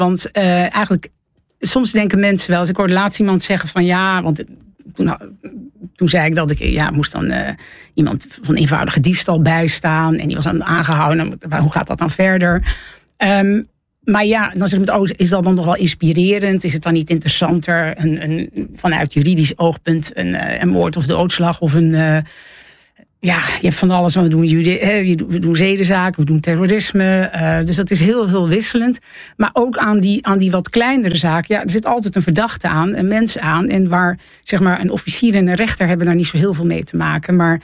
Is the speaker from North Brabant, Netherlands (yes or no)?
no; Zeeland, Netherlands; accent: Zeeuws-Vlaams; Ik heb het altijd wel een beetje beschouwd als twee talen. Hè, dat Nederlands en mijn Zeeuws-Vlaams dialect.